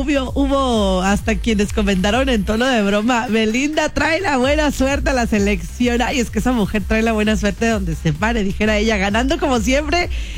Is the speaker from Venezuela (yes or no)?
no; Mexico; la emoción que al final del día estamos viviendo como afición mexicana.